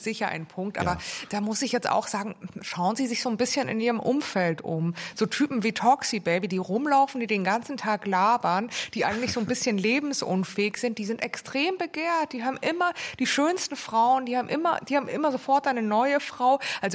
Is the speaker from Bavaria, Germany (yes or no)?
yes; Munich, Bavaria, Germany; Ich bin ja aus München und ich sehe dann schon immer, dass die Leute am Wochenende zum Beispiel so so arge Klettertouren machen